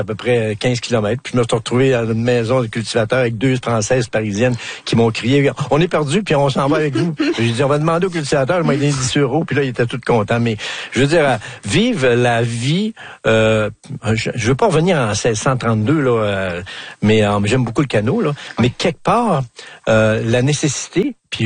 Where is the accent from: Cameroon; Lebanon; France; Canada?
Canada; Quebec; accent: Quebec